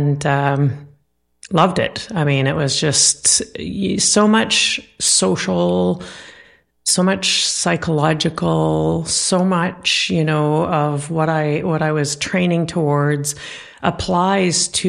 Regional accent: British Columbia, Canada; I come from the Kitnahangik tribe, or people of the Hemlock in northern British Columbia, and I am Simsian.

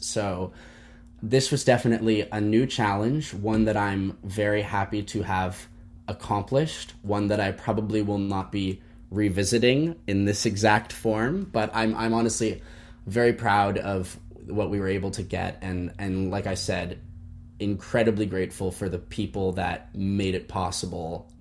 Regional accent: Vancouver, British Columbia, Canada; moved away as an adult; also born or lived in Toronto; Yeah, so I grew up in Vancouver, went to Toronto for film school at Toronto Metropolitan University

